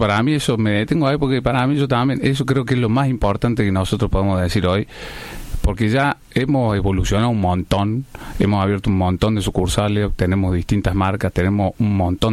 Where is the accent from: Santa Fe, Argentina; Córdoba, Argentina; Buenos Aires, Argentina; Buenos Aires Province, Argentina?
Córdoba, Argentina; born there; nosotros nacimos en Córdoba